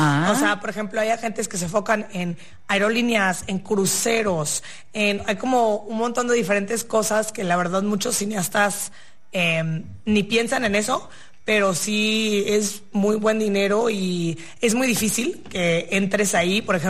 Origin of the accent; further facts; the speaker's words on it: Mexico; porque soy mexicana también, tengo mi comunidad latina